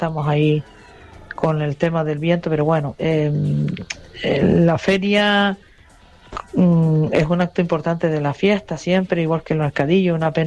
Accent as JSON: {"language": "Spanish", "town": "Ingenio", "region": "Canary Islands", "country": "Spain", "said": "yo que soy una cochinera porque soy de Ingenio"}